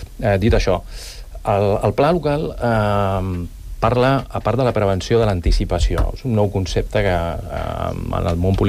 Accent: Sant Cugat del Vallès, Catalonia, Spain; jo per exemple soc de Volpelleres, visc a Volpelleres

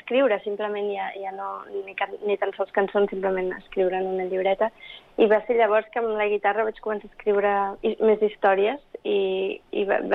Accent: Barcelona, Catalonia, Spain; first language English; Catalan is a second language; now in Brussels, Belgium; vaig néixer a Barcelona i vaig créixer aquí a Barcelona, però la meva llengua materna és anglès i a casa sempre s'ha parlat anglès.

